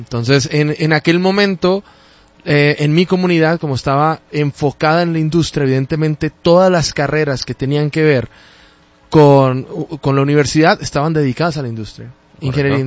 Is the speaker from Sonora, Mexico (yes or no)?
yes; Agua Prieta, Sonora, Mexico; born there; yo nací en un pequeño pueblo, en medio del desierto.